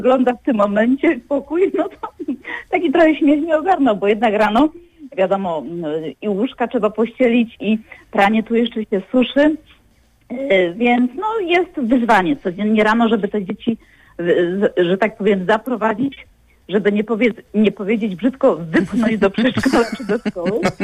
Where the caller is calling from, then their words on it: Leszno, Greater Poland Voivodeship, Poland; Ja jestem z Leszna